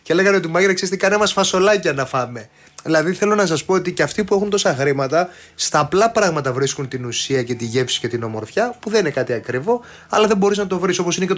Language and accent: Greek; Naxos, South Aegean, Greece; now in Porto Heli, Greece; στην Άξο που είναι η πατρίδα μου και η οικογένειά μου, οι γονείς μου